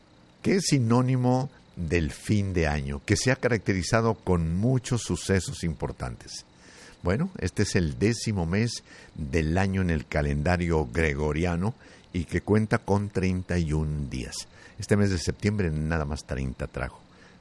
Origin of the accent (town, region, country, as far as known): Tlaltenango, Zacatecas, Mexico; born or raised there; moved away